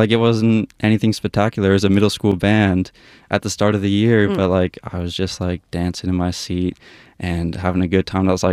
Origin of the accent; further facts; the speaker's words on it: Alberta, Canada; now in Toronto, Canada; Even though I'm from Alberta, mm-hmm. I grew up there.